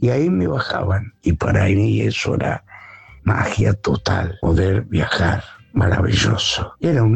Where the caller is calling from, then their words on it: Santa Fe, Argentina; de Santa Fe